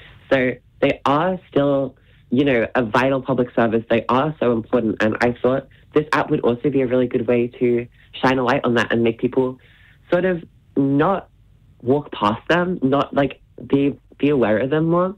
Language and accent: English; Brisbane, Queensland, Australia; I'm from Brisbane.